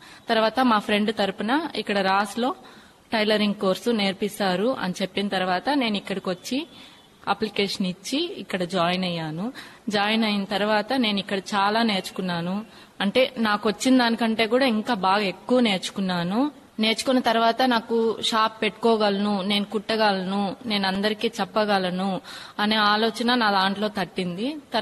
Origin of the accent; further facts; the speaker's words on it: Tirupati, Andhra Pradesh, India; నాది తిరుపతి ఆటోనగరు అంబేద్కర్ కాలనీ.